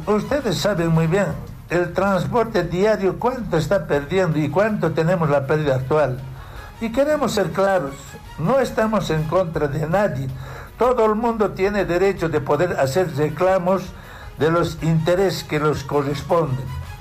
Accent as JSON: {"language": "Spanish", "country": "Bolivia", "said": "¿Acaso no somos bolivianos, no son productores?"}